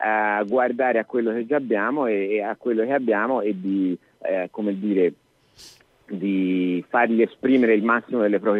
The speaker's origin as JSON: {"language": "Italian", "town": "Florence", "region": "Tuscany", "country": "Italy", "said": "Io tra l'altro vengo dall'Isolotto, che è un quartiere che è nato così negli anni 60"}